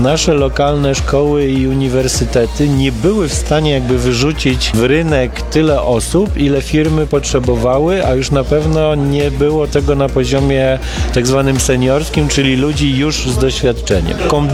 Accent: Lower Silesian Voivodeship, Poland; now in Warsaw, Poland; bo choć większość życia spędziłem w Warszawie, to jestem z Dolnego Śląska

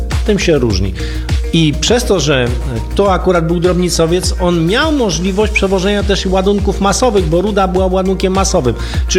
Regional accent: Stalowa Wola, Subcarpathian Voivodeship, Poland; ja pochodzę ze Stalowej Woli

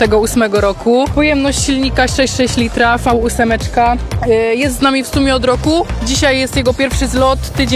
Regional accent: Kwidzyn, Pomeranian Voivodeship, Poland; My jesteśmy z Kwidzyna, województwo pomorskie

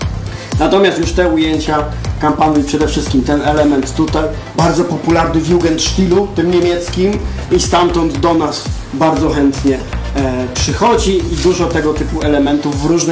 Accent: Kraków, Lesser Poland, Poland; u nas w Krakowie

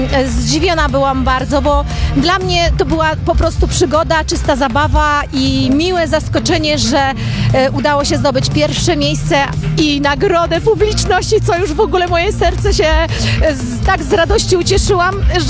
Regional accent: Mrągowo, Warmian-Masurian Voivodeship, Poland; moved away as an adult; also born or lived in Kraków; Pochodzę z Mrągowa. Mieszkałam ponad 10 lat w Krakowie, pod Krakowem i na Podkarpaciu. Teraz wróciłam do rodzinnych stron.

